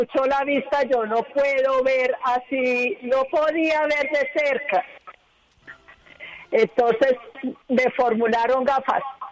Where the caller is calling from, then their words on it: Bogotá, Colombia; De aquí, del barrio Castilla, en Bogotá.